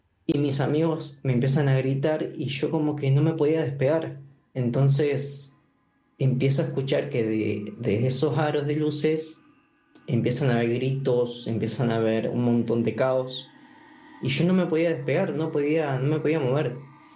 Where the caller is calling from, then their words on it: Viedma, Río Negro, Argentina; Te hablo desde Viedma, el Río Negro.